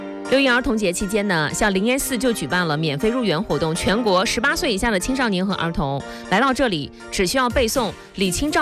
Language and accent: Chinese; Zhangqiu, Shandong, China; 因为我就是地地道道的明水人，章丘明水人，从小在明水长大，